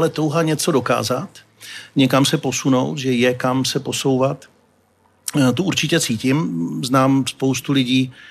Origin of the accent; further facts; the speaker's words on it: Ostrava, Moravian-Silesian Region, Czechia; já jsem vyrůstal v Ostravě v době, kdy to fakt bylo ocelové srdce republiky a průmyslové město se vším všude